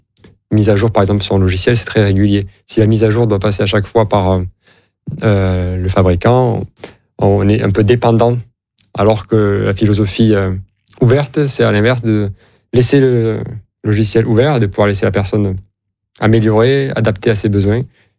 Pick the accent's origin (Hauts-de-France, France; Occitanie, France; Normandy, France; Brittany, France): Occitanie, France; born there; étant né dans l'Aveyron, la campagne